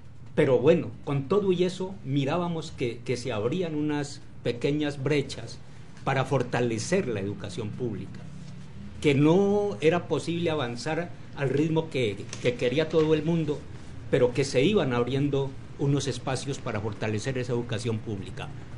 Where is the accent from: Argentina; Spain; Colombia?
Colombia